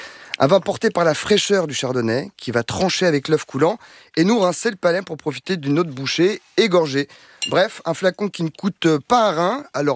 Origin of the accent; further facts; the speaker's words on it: France; on est des Français, on n'a pas forcément du bacon dans son frigo